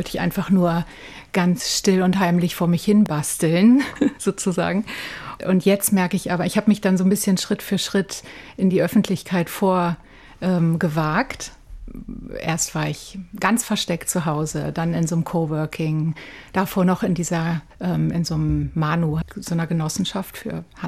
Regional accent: Germany; moved away as an adult; now in Italy; Also mein Mann kommt aus Neapel, ich komme aus Deutschland. Wir haben lange Zeit im Süden in Neapel und noch weiter südlich gelebt.

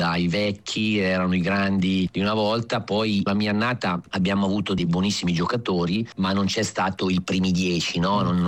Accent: Monza, Lombardy, Italy; ma sono poi cresciuto sia a Monza con maestri Gambacurta e Galmozzi fino ai 20 anni.

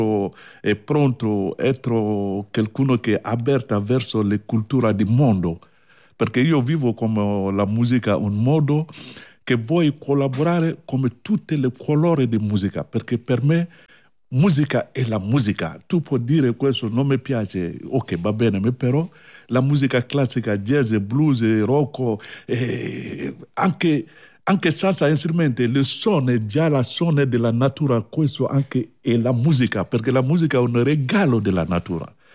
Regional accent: Mali; born there; Italian is a second language; moved away; Io è vero che sono nato a Mali da una famiglia griot, io sono griot, e vivo con mia cultura e mia tradizione.

